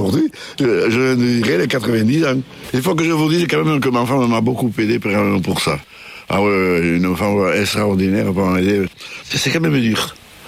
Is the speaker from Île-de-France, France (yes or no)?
yes; Paris, Île-de-France, France; born there; now in Saint-Rome-de-Tarn, France; quand j'étais jeune à Paris, j'avais été au club de marche de Montreuil